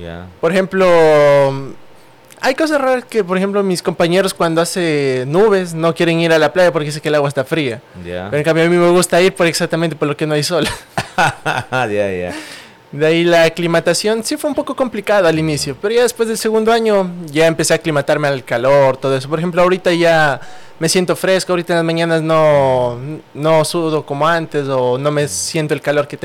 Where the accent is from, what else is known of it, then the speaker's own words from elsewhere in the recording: Riobamba, Chimborazo, Ecuador; moved away as an adult; now in Manta, Ecuador; Yo nací en Riobamba, actualmente me desempeño mucho en lo que es la ciudad de Manta